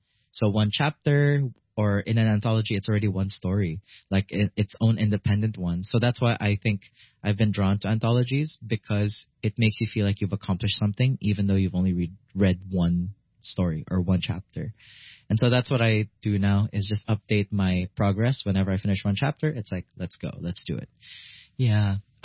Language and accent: English; Hong Kong; the neighborhood I grew up in Chunwan called Riviera Gardens.